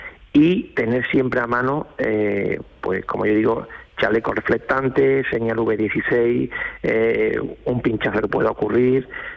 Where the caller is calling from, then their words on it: Dos Hermanas, Andalusia, Spain; A ver, desde Dos Hermanas, Sevilla.